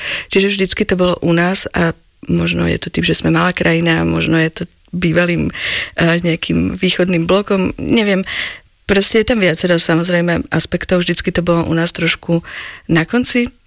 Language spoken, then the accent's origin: Slovak; Bratislava, Bratislava Region, Slovakia; moved away as an adult; now in Slovenský Grob, Slovakia; Ja som z Bratislavy, aj celý život som bývala v Bratislave.